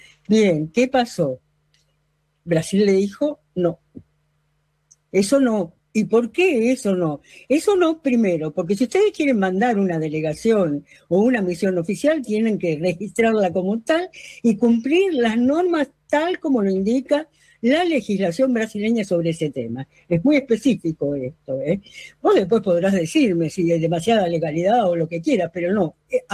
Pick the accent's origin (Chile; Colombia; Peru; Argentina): Argentina; now in São Paulo, Brazil; a mí como argentina me dio vergüenza